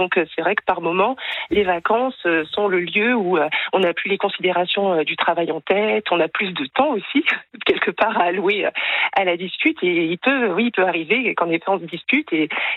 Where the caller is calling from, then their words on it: Bayeux, Normandy, France; Je suis du côté de Bayeux, près des Tapisseries.